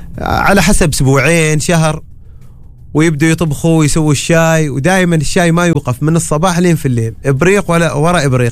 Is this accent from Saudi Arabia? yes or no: no; Oman; عندنا في عمان،